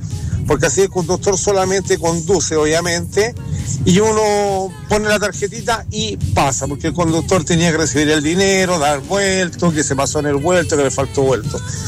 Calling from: San Vicente de Tagua Tagua, O'Higgins, Chile; soy de acá de San Vicente de Tahuatahua.

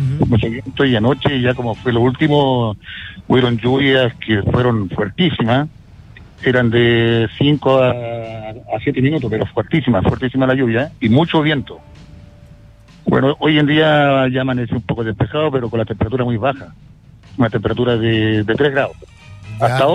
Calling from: Antofagasta, Chile; yo soy de Antofagasta, pero estoy trabajando acá arriba cerca de Sierra Gorda.

